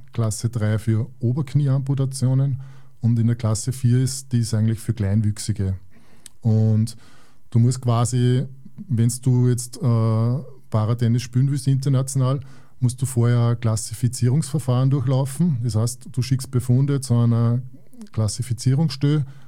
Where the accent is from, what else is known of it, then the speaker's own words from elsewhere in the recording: Bach, Upper Austria, Austria; ich komme aus Bach bei Schwanenstadt, also kleinste Gemeinde Oberösterreichs einwohnermäßig mit ungefähr 320 Einwohnern, aber halt doch mit einem Tennisplatz und einem regen Tennisleben bei mir daheim